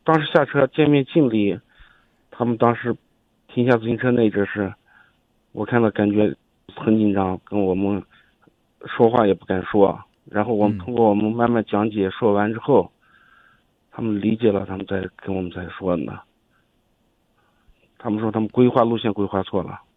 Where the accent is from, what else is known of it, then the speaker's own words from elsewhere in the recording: Xinjiang, China; 我们新疆这边